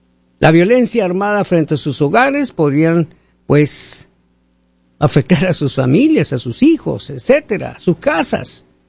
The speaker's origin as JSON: {"language": "Spanish", "town": "Hermosillo", "region": "Sonora", "country": "Mexico", "tie": "born or raised there", "said": "En Hermosillo, Sonora, México, ciudad donde yo nací, donde he vivido casi toda pues mi vida de soltero"}